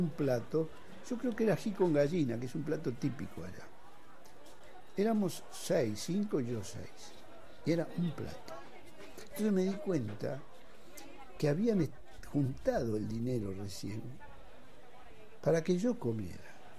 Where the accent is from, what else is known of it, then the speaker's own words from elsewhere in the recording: Argentina; moved away as an adult; Desde el 76 que salí de Argentina, yo llegué a Perú y hasta México tuve 6 meses para llegar.